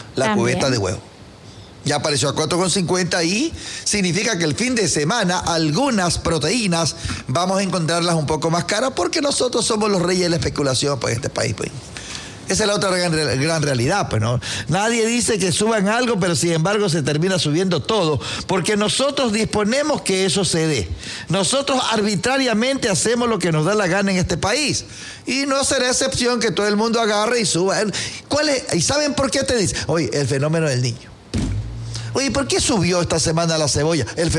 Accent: Portoviejo, Manabí, Ecuador; moved away; Yo nací en Puerto Viejo, en la actual parroquia San Pablo. Antes se llamaba, era barrio San Pablo. Allá al lado de la iglesia, arriba en la loma. Ahí nací yo. Entonces, cercano al mar, cercano al Crucita, San Jacinto.

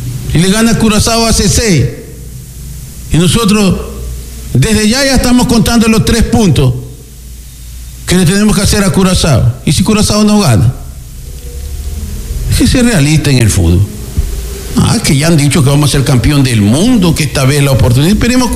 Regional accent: Ecuador; Oye, yo soy ecuatoriano.

